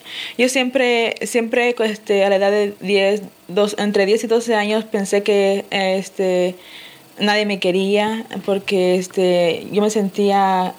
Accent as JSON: {"language": "Spanish", "region": "Estelí", "country": "Nicaragua", "tie": "born or raised there", "moved": "yes", "said": "yo vengo de la ciudad de Estelí, Nicaragua."}